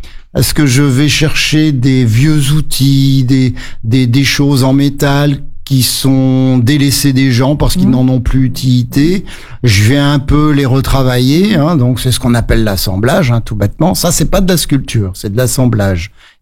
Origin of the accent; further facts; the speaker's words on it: Hauts-de-France, France; Alors, vos auditeurs l'ont peut-être entendu, j'ai quelques intonations, je suis du Nord. Là-bas, il y a de grands champs de lin